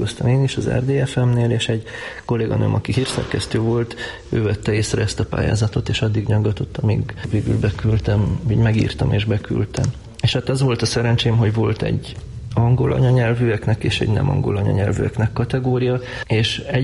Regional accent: Romania; Mégis egy kellemes környezetben nőttem fel. Mindig ott volt a humor. Nem biztos, hogy azért, mert hogy egyszerűen csak úgy annyira vicces család volt, hanem hogy elég nehéz volt sok minden. Tehát a múlt rendszer, a Ceausescu diktatúra, az én családomnak nagyon nehéz volt.

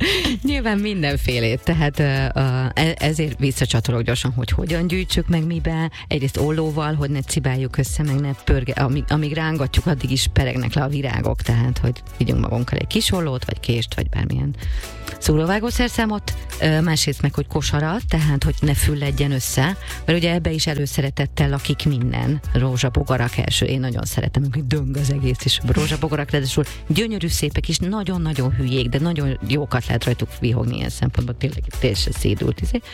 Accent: Hungary; ha már magyarok vagyunk

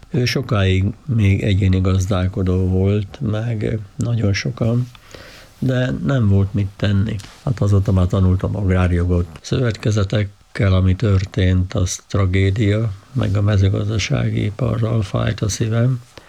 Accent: Tét, Győr-Moson-Sopron, Hungary; Sokorói járás központjában születtem, Tét nevű község. Ez egy besenyő falu

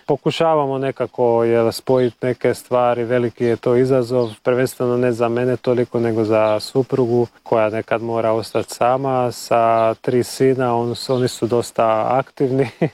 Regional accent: Pécs, Baranya, Hungary; moved away as an adult; now in Szalánta, Hungary; ja sam rođen u Peču i odrastao sam u Peču, ali uvijek sam bio povezan sa Salantom jer mama je odavdje, cijela obitelj njena.

